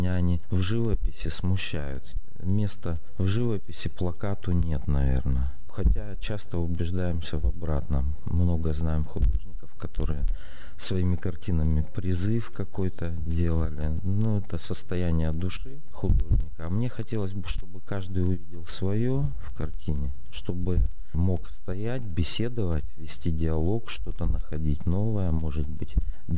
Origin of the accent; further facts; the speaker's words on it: Russian Far East, Russia; наш Дальний Восток, он меня захватывает, поскольку я коренной дальневосточник.